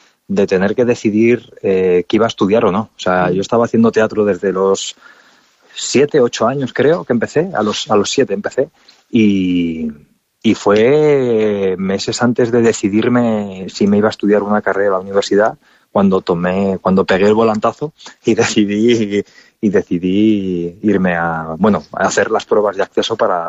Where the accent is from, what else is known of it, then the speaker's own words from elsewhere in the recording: Valdepeñas, Castilla-La Mancha, Spain; moved away as an adult; now in Madrid, Spain; hará 20 años que me fui de Valdepeñas a Madrid a estudiar y bueno, pues supone, pues eso, mucha alegría y, bueno, que tu propia ciudad, ¿no?, te reconozca tu labor